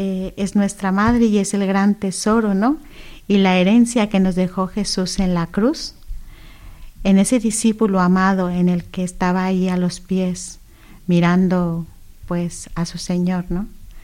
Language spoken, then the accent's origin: Spanish; Mexico; Estuve en México destinada también, en mi tierra.